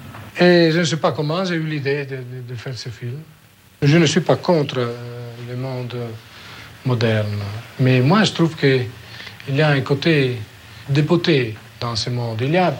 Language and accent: French; Ferrara, Emilia-Romagna, Italy; French is a second language; Je connaissais déjà Ravenne parce que c'est une ville qui est près de la mienne, je suis de Ferrare.